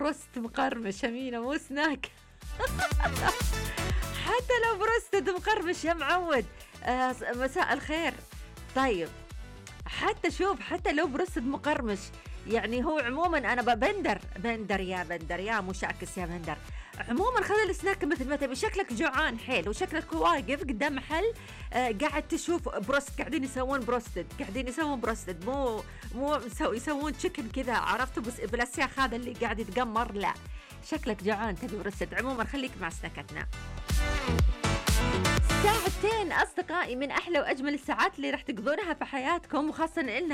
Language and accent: Arabic; Saudi Arabia